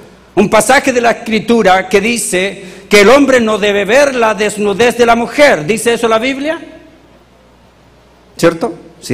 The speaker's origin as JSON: {"language": "Spanish", "country": "Chile", "tie": "born there", "moved": "yes", "said": "Porque yo nací en Chile. Soy chileno. Creía que Dios era chileno cuando vivía en Chile. Yo nací en la iglesia pentecostal"}